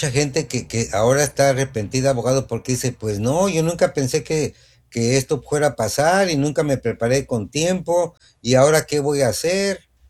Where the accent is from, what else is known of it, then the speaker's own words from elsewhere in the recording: El Salvador; Pero yo soy una persona salvadoreña que he vivido aquí por muchísimos años, he pagado impuestos y tengo un pequeño negocio.